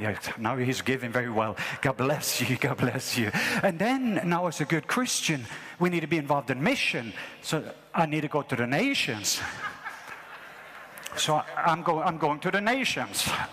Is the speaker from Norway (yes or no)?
yes; Norway; when I grew up in Norway, when I was 12 years old